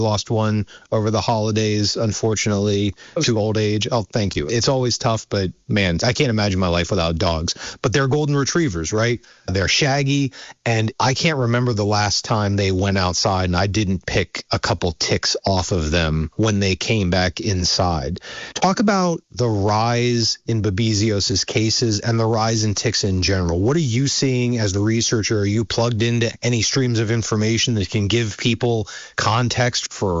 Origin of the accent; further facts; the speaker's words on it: Virginia, United States; born there; also born or lived in Pennsylvania; now in Vermont, United States; I spent about half my life growing up in Virginia, and then we moved to Pennsylvania.